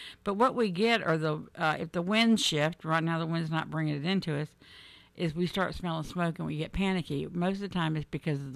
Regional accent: Florida, United States; We grew up in South Florida. Nobody had air conditioning.

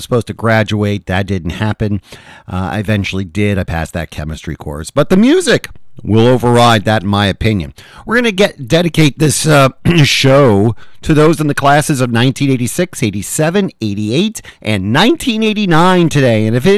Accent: Toms River, New Jersey, United States; Toms River, New Jersey, my hometown

